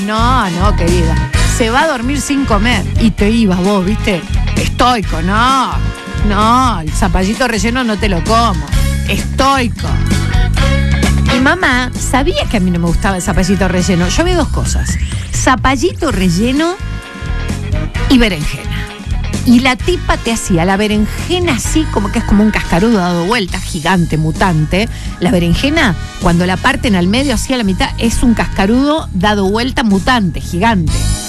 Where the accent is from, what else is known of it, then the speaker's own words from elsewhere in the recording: Punta Alta, Buenos Aires Province, Argentina; moved away as an adult; now in Bahía Blanca, Argentina; cuando me mudo sola, que me vengo a vivir a Bahía, yo soy de Punta Alta